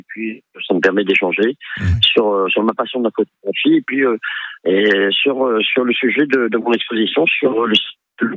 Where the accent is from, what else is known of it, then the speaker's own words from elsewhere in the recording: Réunion; Et je suis de La Réunion.